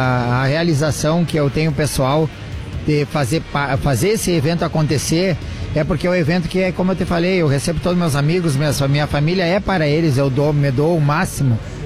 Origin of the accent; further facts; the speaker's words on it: Rio Grande do Sul, Brazil; A gente é gaúcho de coração, de sangue, de tudo, não deixa de ser gaúcho por não estar pilchado.